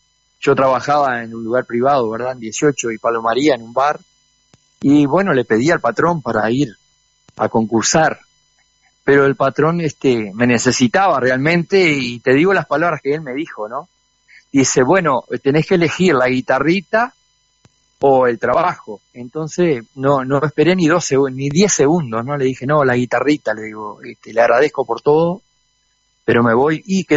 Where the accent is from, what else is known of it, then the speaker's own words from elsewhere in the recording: Cerro Chato, Uruguay; now in Montevideo, Uruguay; Yo nací acá en los 60. Mis papás vivían acá y trabajaban. Y a los dos años mío se trasladaron a Cerro Chato, donde, bueno, allí el resto de la vida, ¿no? El resto del tiempo de nuestras vidas. Claro. Soy cerrochateño